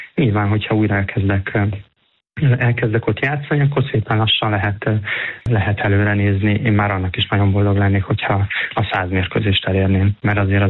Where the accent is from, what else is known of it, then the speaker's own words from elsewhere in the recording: Hungary; moved away; also born or lived in Italy; Örülök, hogy végre Magyarországon magyarként itteni játékosnak tekintenek rám.